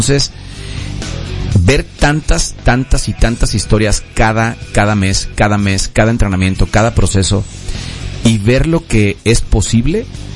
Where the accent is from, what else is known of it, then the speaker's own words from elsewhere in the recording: Mexico; Celebrar que somos mexicanos.